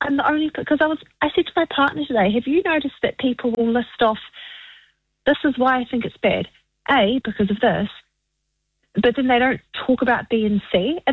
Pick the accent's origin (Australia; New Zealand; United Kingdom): New Zealand; South Island; I've not, but it's funny because I'm from the South Island. We don't do it.